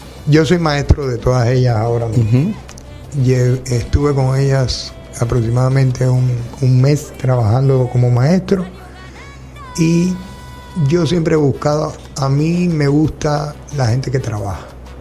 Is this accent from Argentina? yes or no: no; Mexico; porque ya yo soy mexicano y soy campechano desde hace 27 años, tengo pues el corazón mío aquí en esta tierra, con este calor.